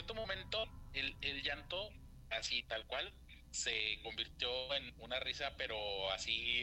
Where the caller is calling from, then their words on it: Guadalajara, Jalisco, Mexico; De aquí, de Guadalajara, del merito Huentitán el Bajo.